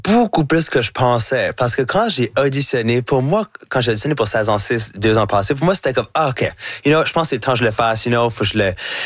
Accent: New Brunswick, Canada; accent: Acadian chiac; Parce que j'ai un accent qui va jamais être neutre. C'est là de complètement laisser ça aller, puis de faire tout ce que je fais avec mon accent, avec mon accent, avec mon chiac.

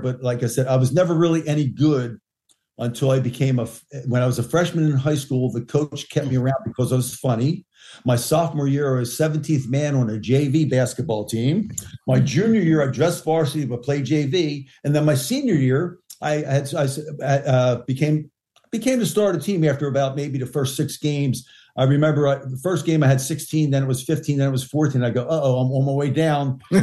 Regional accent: Woodbury, New Jersey, United States; born or raised there

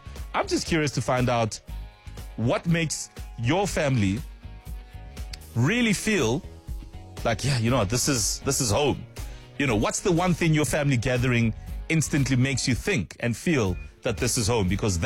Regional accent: South Africa; And that is the one thing that we as South African families all have in common.

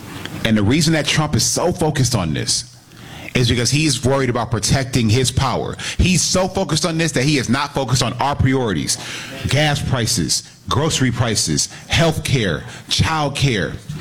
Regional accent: Detroit, Michigan, United States; I'm from the East Side

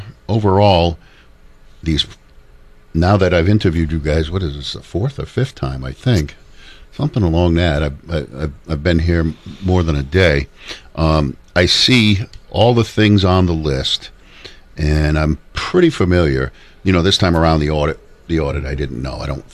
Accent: Danielson, Connecticut, United States; also born or lived in Brooklyn; now in Putnam, United States; I moved up here to Putnam. I lived in Brooklyn. I grew up in Danielson, and I know all the towns very well

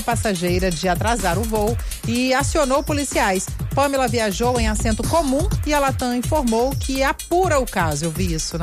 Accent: Nova Venécia, Espírito Santo, Brazil; Minha terra, é. Nilbenici.

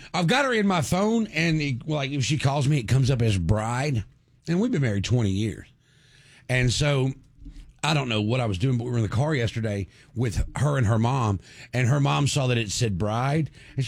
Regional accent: Mississippi, United States; We're also from Tate County, so there's that. And we also live in a trailer.

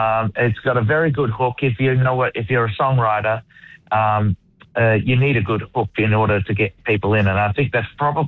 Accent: Sydney, New South Wales, Australia; Yeah, I'm actually from Sydney

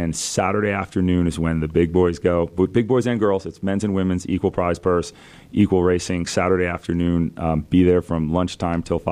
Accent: East Coast, United States; So locally, first of all, I'm from the East Coast, but we've moved a majority of our business to Utah.

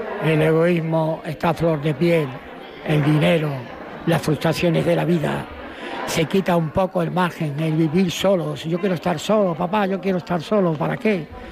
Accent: Plasencia, Extremadura, Spain; born there; soy de La Salle, soy Salle de aquí de Plasencia

